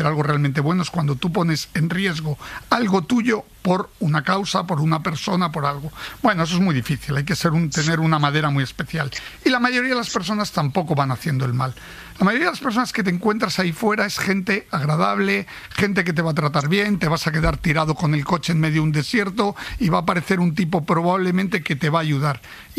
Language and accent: Spanish; Italy; Yo soy también italiano, mi mujer es italiana